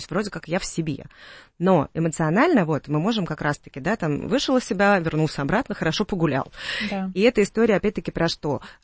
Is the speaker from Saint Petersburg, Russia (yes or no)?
yes; Saint Petersburg, Russia; Да, скажу, что я из Питера.